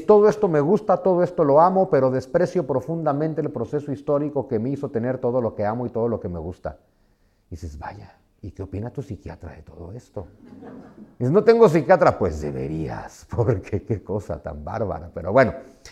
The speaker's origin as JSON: {"language": "Spanish", "country": "Mexico", "tie": "born there", "said": "Yo nací en México en 1975, crecí en la década de los 80"}